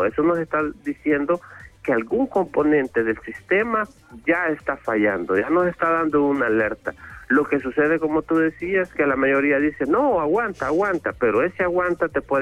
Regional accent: El Salvador

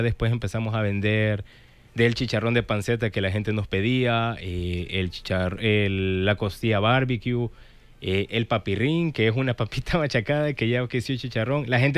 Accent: El Salvador; somos salvadoreños

